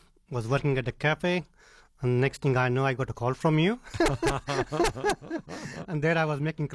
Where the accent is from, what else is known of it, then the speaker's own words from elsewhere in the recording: India; So I'm from India, so I try to bring the flavors, spice, and colors into my food.